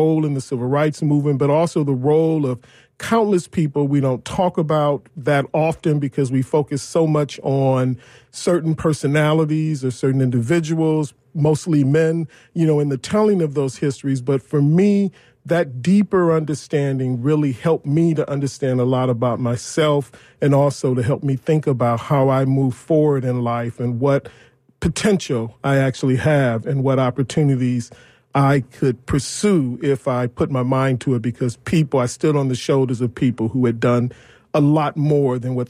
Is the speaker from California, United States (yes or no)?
no; Detroit, Michigan, United States; growing up in Detroit and what history was like, what was taught to me in the schools